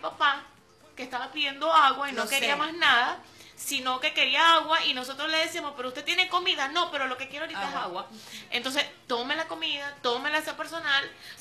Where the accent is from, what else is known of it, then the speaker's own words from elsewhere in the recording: Puerto Píritu, Anzoátegui, Venezuela; nosotros somos de Puerto Píritu